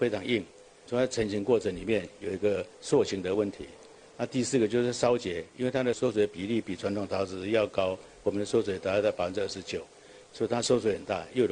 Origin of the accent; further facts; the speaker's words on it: Taiwan; 因为我来自台湾，那希望在产品上面能够体现我们这个台商的一个真实的想法